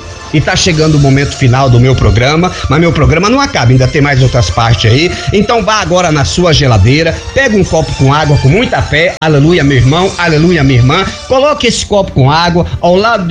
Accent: Northeast Region, Brazil; na minha terra, na minha região, no Nordeste

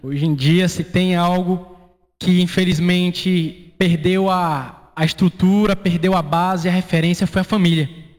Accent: Ponto Novo, Bahia, Brazil; moved away as an adult; now in Guanambi, Brazil; eu venho do norte da Bahia, né, de Ponto Novo, ali no sertão, quase Juazeiro. E eu cheguei, né, recentemente para trabalhar aqui na região de Guanambi.

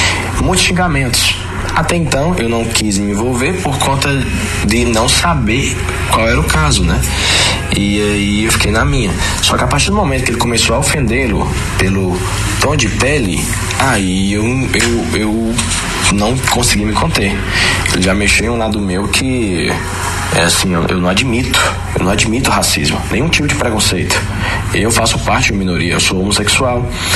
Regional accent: Cocos, Bahia, Brazil; now in Uberlândia and Goiânia, Brazil; influenciador digital … Eu moro atualmente em Uberlândia e Goiânia, fico lá e cá, e eu sou de Cocos, né, a cidade onde aconteceu tal ocorrido.

